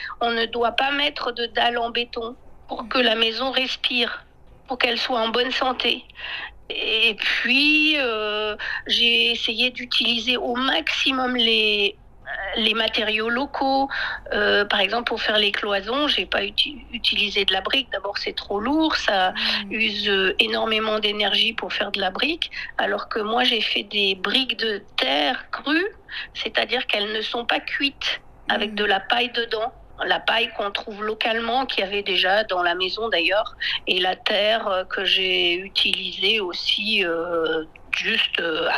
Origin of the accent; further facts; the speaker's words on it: France; parce que près de ma région d'origine en France, il y a aussi des maisons en terre battue.